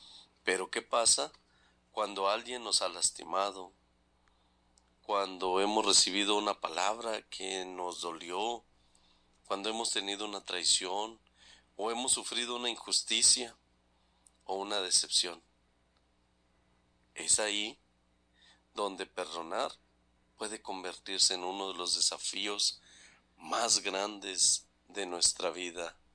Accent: Mexico

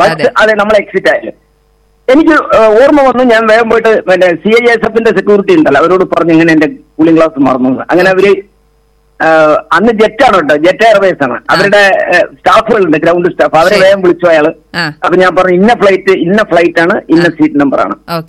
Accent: Alathur, Kerala, India; also born or lived in Mumbai; now in Kanjikode, India; എന്റെ ആലത്തൂര്, എന്റെ നാട് ആലത്തൂരാണ്, ആലത്തൂര് എന്റെ വീട്ടിന്ന് ഒരു 500 മീറ്റർ അപ്പുറത്താണ് പഞ്ചായത്ത് ഓഫീസ്.

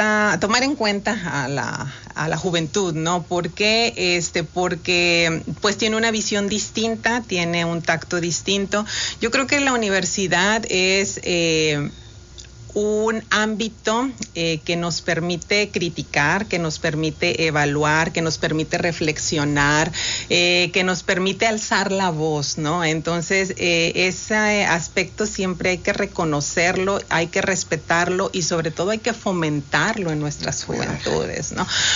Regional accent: Valle Hermoso, Tamaulipas, Mexico; moved away as an adult; Yo pues provengo de Vallehermoso, no nací allá, pero toda mi formación básica hasta la preparatoria la realicé allá. Posteriormente me vine acá a la licenciatura

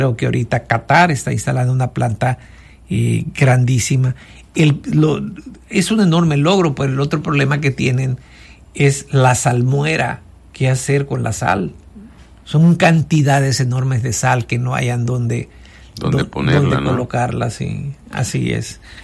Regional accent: Vallecito de Zaragoza, Guerrero, Mexico; moved away; el barrio del Poche es de mi pueblo, de allá de Vallecito de Zaragoza, no es de aquí

